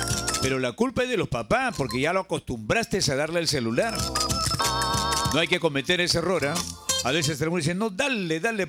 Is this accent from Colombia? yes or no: no; Peru; Todos nos llamamos Perú, mi hermano, somos peruanos.